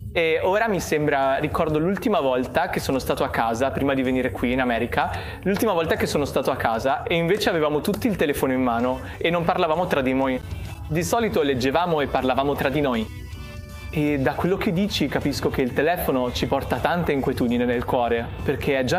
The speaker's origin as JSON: {"language": "Italian", "country": "India", "moved": "as an adult", "lives_now": "United States", "said": "mi ha insegnato l'inglese fin da quando ero piccolo. Perché sono indiano, anche se so l'inglese"}